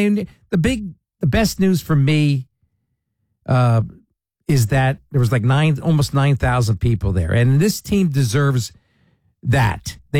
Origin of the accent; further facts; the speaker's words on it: Allentown, Pennsylvania, United States; now in Emmaus, United States; I grew up in Allentown, and now I've lived for 30-some years in the Emmaus area. Actually, 35, I think.